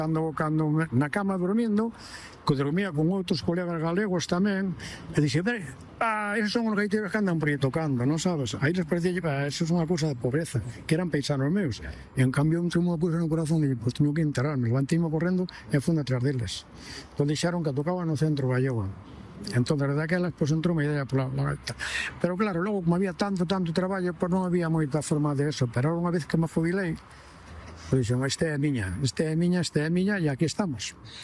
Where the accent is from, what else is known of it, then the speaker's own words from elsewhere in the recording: Lalín, Galicia, Spain; eu son do Corpiño do Concello de Lalín.